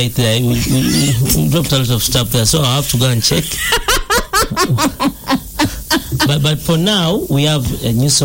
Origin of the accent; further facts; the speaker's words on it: Uganda; I was from Kamwich